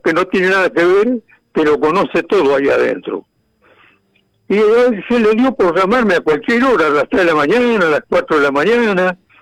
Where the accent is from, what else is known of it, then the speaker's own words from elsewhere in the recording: Argentina; yo soy un argentino que siempre laburó.